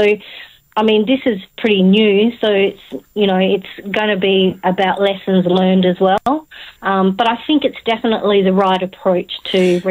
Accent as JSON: {"language": "English", "region": "Western Australia", "country": "Australia", "said": "So I'm from … so we classify ourselves as Mirninga. So we have Minang, which is technically what it is."}